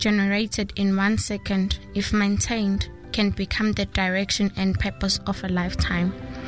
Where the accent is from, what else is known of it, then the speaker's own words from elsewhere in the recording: Ladysmith, KwaZulu-Natal, South Africa; I am from South Africa, Ladysmith.